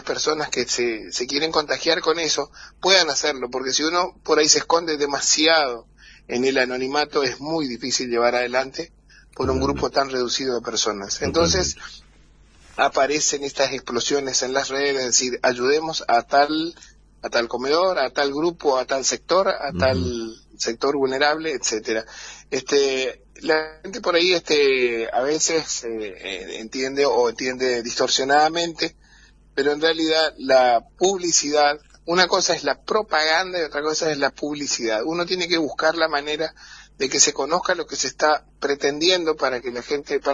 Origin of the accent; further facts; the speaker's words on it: Argentina; estamos todos atentos al partido de mañana, una gran expectativa como argentinos